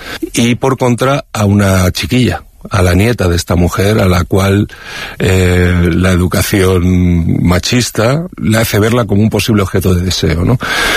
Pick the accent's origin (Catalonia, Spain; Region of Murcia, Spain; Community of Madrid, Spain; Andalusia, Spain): Community of Madrid, Spain; Madrid; Yo soy muy urbanita, yo soy de Madrid